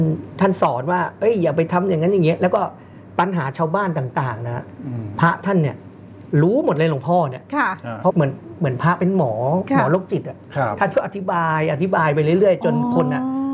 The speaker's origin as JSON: {"language": "Thai", "region": "Nakhon Sawan", "country": "Thailand", "tie": "born or raised there", "also_born_or_lived": "Ubon Ratchathani"}